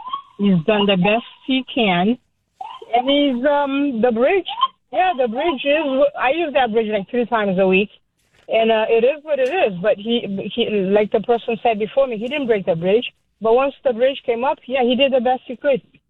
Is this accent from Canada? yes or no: no; Cape Verde; I'm Cape Verdean.